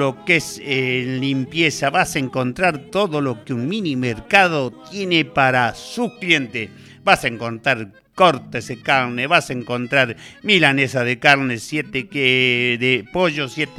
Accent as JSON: {"language": "Spanish", "region": "Entre Ríos", "country": "Argentina", "tie": "born there", "said": "el pago mío donde yo nací, el Trompezón"}